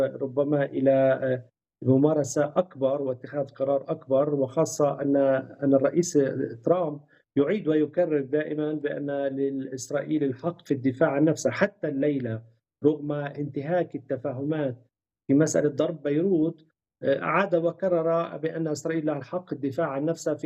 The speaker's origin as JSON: {"language": "Arabic", "country": "Palestine", "said": "نحن كفلسطينيين"}